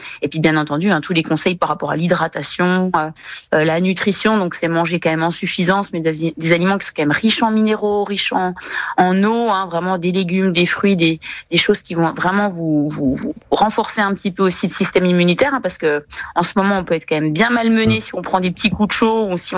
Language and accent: French; Bourgogne-Franche-Comté, France; j'aurais jamais cru en tant que jurassienne